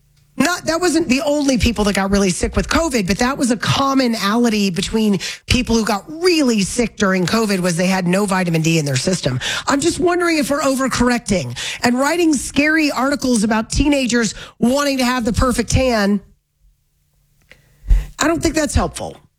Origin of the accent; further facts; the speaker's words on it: Florida, United States; I grew up in Florida